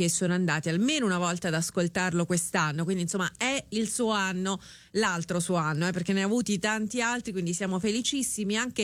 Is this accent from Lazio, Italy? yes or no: yes; Rome, Lazio, Italy; io sono di Roma, ne sono fiera